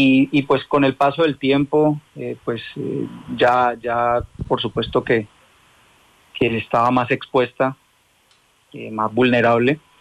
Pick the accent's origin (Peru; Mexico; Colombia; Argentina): Colombia; Cali, Valle del Cauca; apoyarnos como caleños, como vallecaucanos